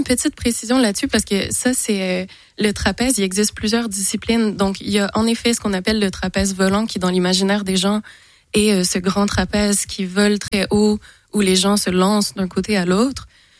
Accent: Châteauguay, Quebec, Canada; moved away as an adult; also born or lived in Montreal; now in Besançon, France; Châteauguay, j'ai quand même grandi devant la rivière

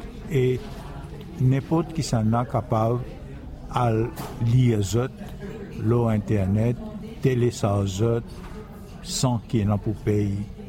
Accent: Mauritius; first language Mauritian Creole; French is a second language; Maurice, dans le pays Maurice.

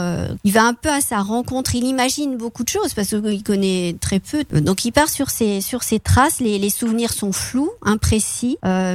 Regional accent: Charleville-Mézières, Grand Est, France; je suis originaire de Charleville

